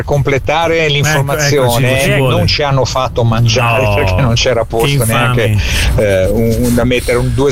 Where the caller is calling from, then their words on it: Genoa, Liguria, Italy; io sono di Genova